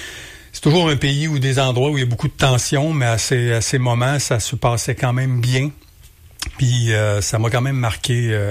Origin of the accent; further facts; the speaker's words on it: Montreal, Quebec, Canada; moved away as an adult; also born or lived in Mercier-Châteauguay; now in Granby, Canada; Moi, je suis né à Montréal. Fait que j'ai été élevé à Verdun là, pendant les 20 premières années de ma vie. Puis je suis arrivé à Granby. J'ai fait un petit séjour à Mercier-Châteauguay. Puis je suis arrivé à Granby au début des années 90.